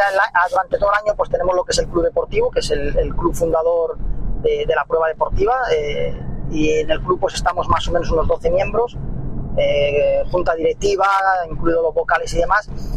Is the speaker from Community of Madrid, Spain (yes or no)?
no; Vigo, Galicia, Spain; moved away as an adult; now in Almería, Spain; yo soy gallego, soy de Vigo.